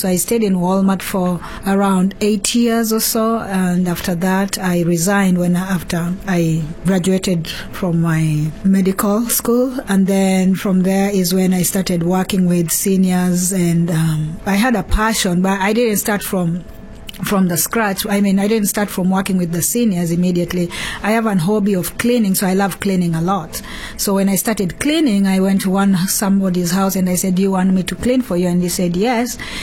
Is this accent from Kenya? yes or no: yes; Kenya; moved away as an adult; now in Nebraska, United States; I'm originally from Kenya. I came here in 2012.